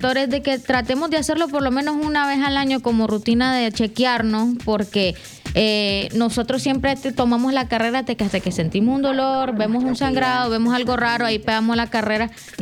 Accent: Nicaragua; ya hablemos como lo nica

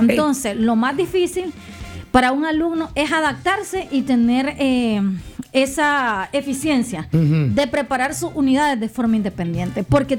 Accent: Nicaragua; como nicaragüense, lo digo como nicaragüense, estamos acostumbrados a inscribirnos, sentarnos en un pupitre

